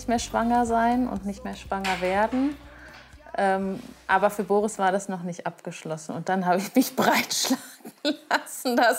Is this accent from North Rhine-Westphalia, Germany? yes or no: yes; Schlangen, North Rhine-Westphalia, Germany; also born or lived in Paderborn; now in Offenbach, Germany; bin 37, gebürtig komme ich aus Paderborn. Aufgewachsen bin ich in Schlangen, in einem kleinen Dorf.